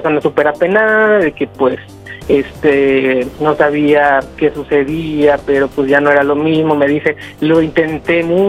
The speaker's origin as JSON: {"language": "Spanish", "town": "Guadalajara", "region": "Jalisco", "country": "Mexico", "said": "Bueno, pues tengo 37 años y soy de Guadalajara."}